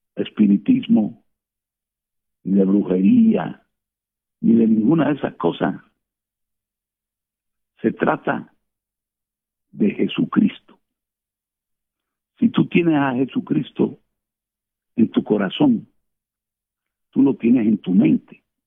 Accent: Cuba; nosotros los caribeños. ¿Sí? Yo me incluyo porque yo soy cubano

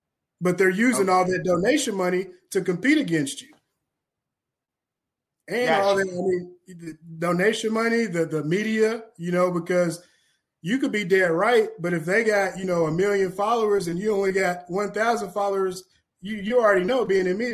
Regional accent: Kentucky, United States; I'm from Kentucky.

